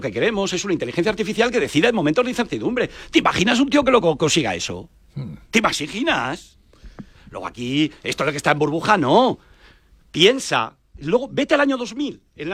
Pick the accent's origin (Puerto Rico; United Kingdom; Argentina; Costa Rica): United Kingdom; Yo vengo del Reino Unido y te puedo decir que la clase que yo tenía de especulación en bolsa tenía un chaval tatuado